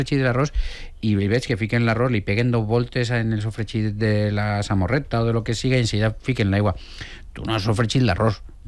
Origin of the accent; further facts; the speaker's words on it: Xàtiva, Valencian Community, Spain; jo soc d'Aixat